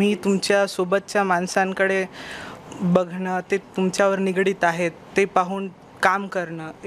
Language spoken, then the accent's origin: Marathi; Parbhani, Maharashtra, India; मी परभणीचाच आहे.